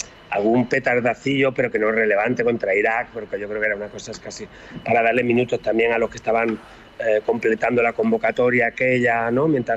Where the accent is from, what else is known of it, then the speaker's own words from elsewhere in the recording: Spain; intentando resumir, como cualquier español de mi generación, España siempre perdía, siempre perdía.